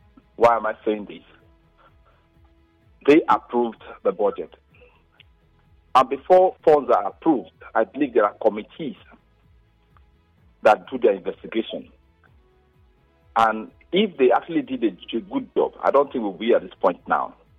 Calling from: Bori, Rivers, Nigeria; I'm calling from Bori.

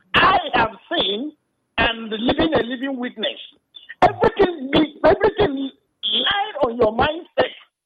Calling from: Port Harcourt, Rivers, Nigeria; I am calling from Port Harcourt.

